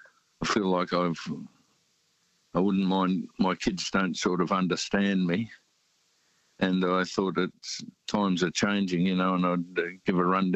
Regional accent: New Zealand; born there; why I was born in New Zealand and things like that.

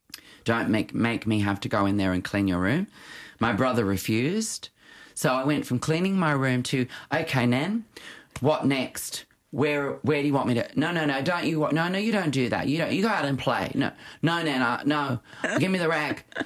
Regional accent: Australia; born or raised there

